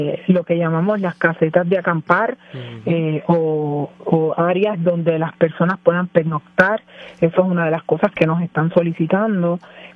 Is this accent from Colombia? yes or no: no; Puerto Rico; Somos los puertorriqueños